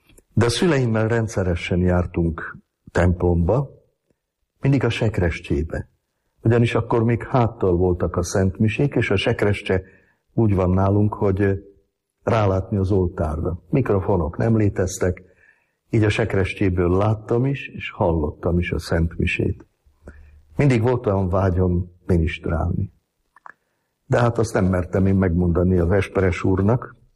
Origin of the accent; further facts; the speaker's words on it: Senec, Bratislava Region, Slovakia; first language Hungarian and Slovak; moved away as an adult; also born or lived in Galanta, Slovakia; Szencen, mivel apukám szenci származású, akkor Szencen építettek házat. Tehát tulajdonképpen szencinek tartom magam kisgyerekkorom óta. Ott jártam óvodába, alapiskolába, ott jártam középiskolába is. Ezért mind a két nyelv nekem tulajdonképpen anyanyelvem, mert szenc nyelvileg vegyes. Aztán Szencről elkerültem Pozsonyba